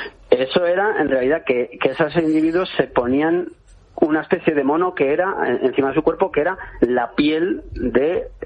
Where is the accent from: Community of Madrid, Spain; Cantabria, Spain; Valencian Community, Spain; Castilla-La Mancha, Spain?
Castilla-La Mancha, Spain; Cuenca; born there; En mi pueblo, en Cuenca estoy.